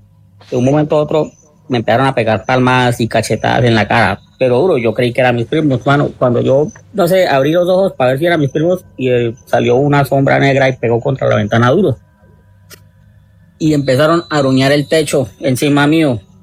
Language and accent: Spanish; Guamal, Meta, Colombia; yo soy por acá del Meta, de los Llanos Orientales, más exactamente de Guamal Meta.